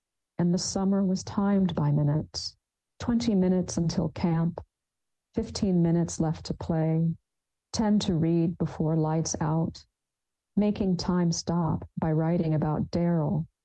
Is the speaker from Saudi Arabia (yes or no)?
yes; Jeddah, Makkah Province, Saudi Arabia; So as much as I was a young girl memorizing Quran and living in the city of Jeddah, my hometown, we were very isolated from the West.